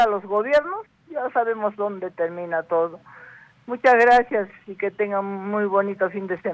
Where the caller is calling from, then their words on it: Arequipa, Peru; como buena arequipeña y de buenas raíces de esta ciudad.